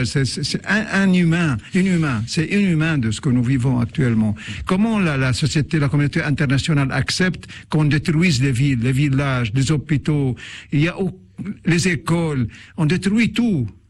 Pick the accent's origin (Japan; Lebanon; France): Lebanon; Khiam, Nabatieh Governorate; Ma ville, moi, je suis de Khiam. Notre maison familiale a été trois fois déjà, dans la guerre de 24. Mais Khiam est complètement rasé.